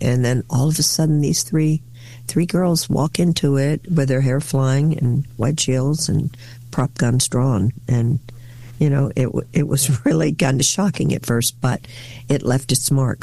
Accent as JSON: {"language": "English", "town": "Houston", "region": "Texas", "country": "United States", "said": "I'm a girl from Houston."}